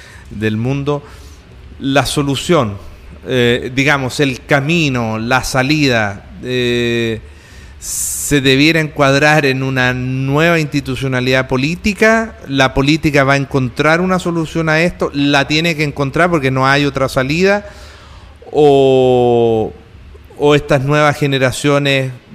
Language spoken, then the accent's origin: Spanish; Italy; nosotros, bueno, como italianos